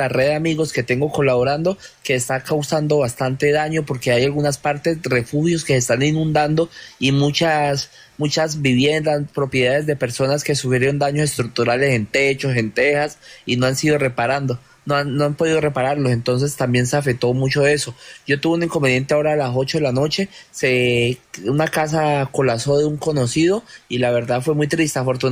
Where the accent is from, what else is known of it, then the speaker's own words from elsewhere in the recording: Buenaventura, Valle del Cauca, Colombia; born there; por Cali, tengo familia allá, por Yumbo, por Buenaventura, que es donde yo nací